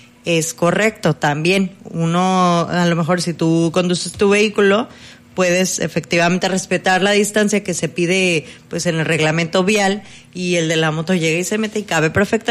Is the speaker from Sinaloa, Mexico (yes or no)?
no; Manzanillo, Colima, Mexico; Nosotros los que somos acá de Manzanillo